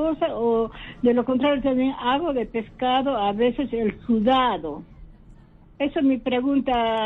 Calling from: Ayacucho, Peru; de Ayacucho.

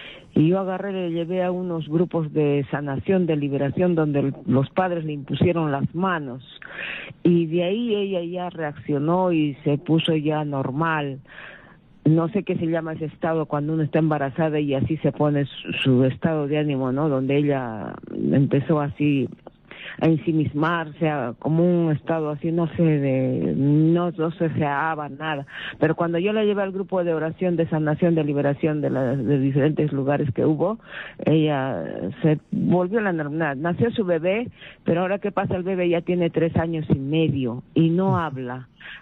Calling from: Arequipa, Peru

